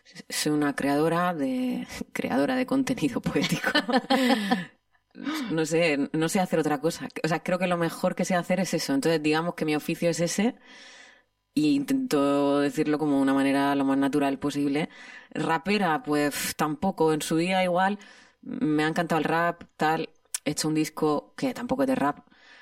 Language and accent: Spanish; Region of Murcia, Spain; justo yo estaba en Murcia, porque yo soy de Murcia.